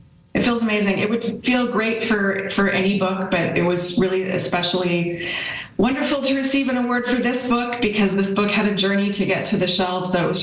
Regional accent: Calgary, Alberta, Canada; moved away; also born or lived in New York City, United States; I was born and raised in Calgary, but in some ways a born New Yorker.

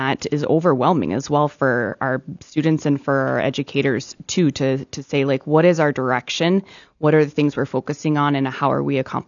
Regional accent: Tulare, South Dakota, United States; moved away as an adult; now in Fargo, United States; I grew up in South Dakota, so Tulare.

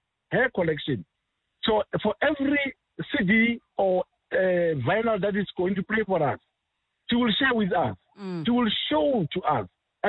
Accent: Pretoria, Gauteng, South Africa; I'm from Pretoria

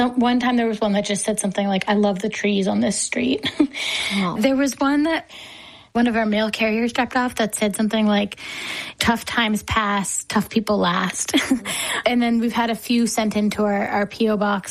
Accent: East Coast, United States; I'm from the East Coast and things like that.

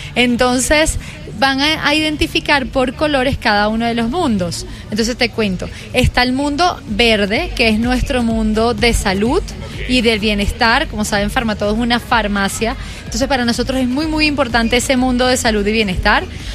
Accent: Caracas, Capital District, Venezuela; now in Bogotá, Colombia; yo soy de Caracas, cerquita. Ajá. A media hora hay playas hermosas de Venezuela.

